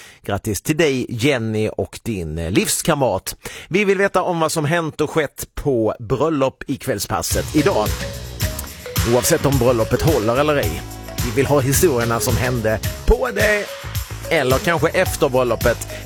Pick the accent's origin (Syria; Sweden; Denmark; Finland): Sweden; Skåne; Jag säger ön, för jag är skåning.